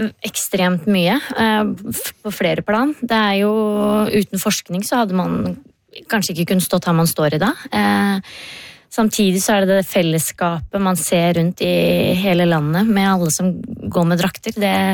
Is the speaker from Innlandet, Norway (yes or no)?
no; Larvik, Vestfold, Norway; Jeg har på Fram Larvik, det hjembyen min.